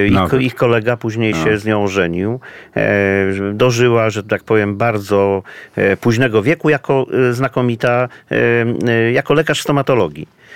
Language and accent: Polish; Warsaw, Masovian Voivodeship, Poland; mieszkałem od dziecka i notabene rodzina przeżyła okupację na Bielanach.